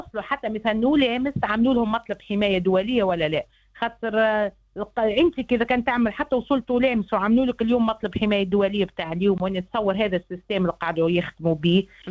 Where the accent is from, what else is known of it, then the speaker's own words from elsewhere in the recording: Tunisia; وانا اقولها كتونسية